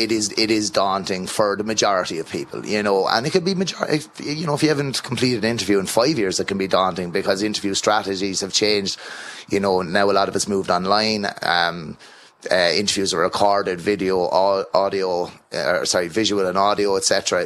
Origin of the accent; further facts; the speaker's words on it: Ireland; You know, as Irish people, we always, or in Ireland, should I say, we always put ourselves into these compartments and I'll be doing this type of job forever.